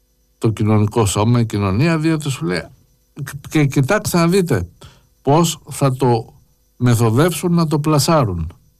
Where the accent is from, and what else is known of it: Greece